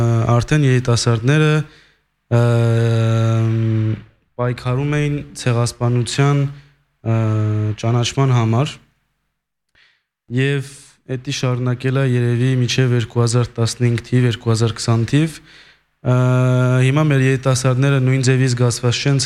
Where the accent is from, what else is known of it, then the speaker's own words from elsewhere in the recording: Lyon, Auvergne-Rhône-Alpes, France; Ես Լյոնից եմ, Լյոնից մի կես ժամ կամի քաղաք Վիեն